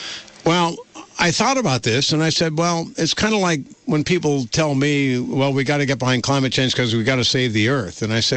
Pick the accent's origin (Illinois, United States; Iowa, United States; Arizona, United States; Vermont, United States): Vermont, United States; South Dorset; one sort of replica of my family growing up in South Dorset, Vermont in the 50s, and a family in Brooklyn. And we lived in a ranch house, 3 bedrooms, 1 bath.